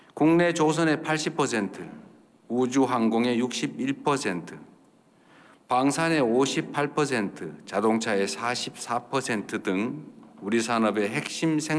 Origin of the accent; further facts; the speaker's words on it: North Gyeongsang, South Korea; 제 고향이기도 한데 경상북도